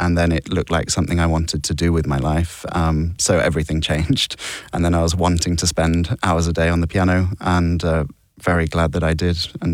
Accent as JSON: {"language": "English", "country": "Guernsey", "tie": "born or raised there", "said": "First of all, I was lucky growing up in Guernsey, where music and music education is strong."}